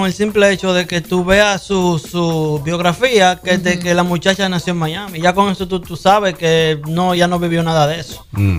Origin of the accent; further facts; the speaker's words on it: Dominican Republic; nosotros, los dominicanos, actuamos así